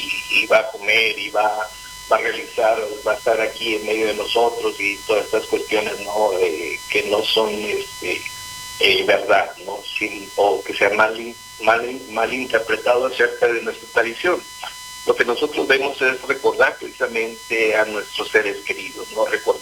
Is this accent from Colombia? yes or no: no; Mexico; moved away as an adult; also born or lived in Guatemala / Rome; now in Rocha, Uruguay; y nosotros como mexicanos